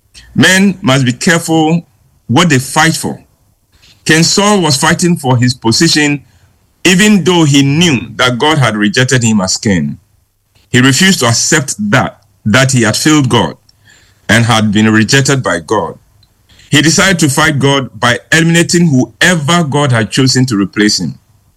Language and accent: English; Kumasi, Ashanti, Ghana; Well, I grew up in Kumasi in the 50s and 60s when there were real rich men around.